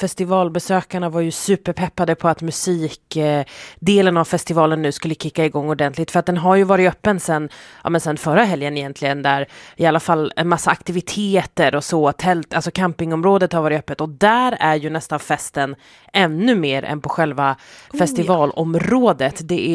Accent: Sweden; Som svensk

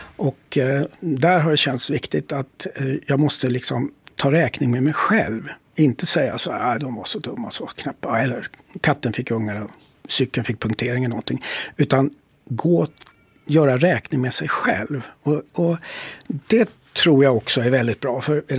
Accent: Norrbotten County, Sweden; Så att det utifrån de människor som där jag kommer ifrån

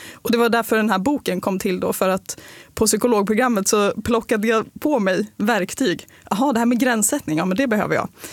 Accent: Örnsköldsvik, Västernorrland County, Sweden; born or raised there; moved away as an adult; now in Stockholm, Sweden

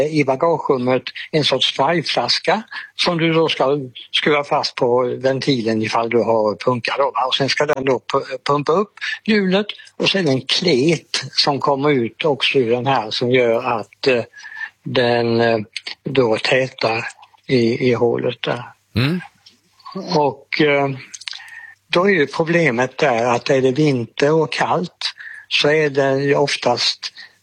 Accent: Sävsjö, Jönköping County, Sweden; Så jag gick ner till biblioteket hemma i Sävsjö och lånade en bok om hur tändsystem fungerar

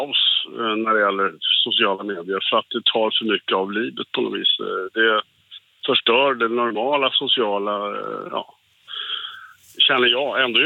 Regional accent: Stockholm, Stockholm County, Sweden; now in Västervik, Sweden; Jag är själv från Stockholm.

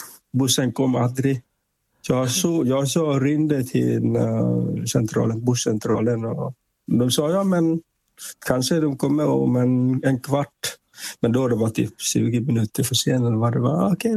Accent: Vietnam; Swedish is a second language; han jobbar då i huvudstad Hanoi, och sen jag kommer från Milestra området.

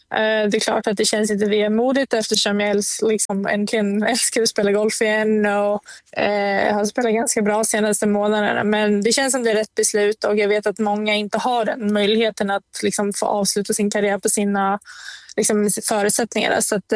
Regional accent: Sweden; moved away; Och jag bara träffar min familj hemma i Sverige en vecka senaste året

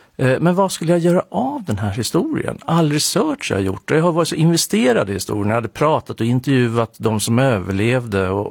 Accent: Nyköping, Södermanland, Sweden

